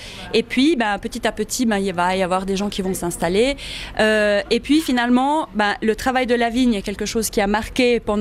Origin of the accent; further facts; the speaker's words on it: Ticino, Switzerland; moved away as an adult; now in Neuchâtel, Switzerland; moi j'ai fait mes écoles et je suis née au Tessin et je me suis établie à Neuchâtel dans le canton il y a une vingtaine d'années.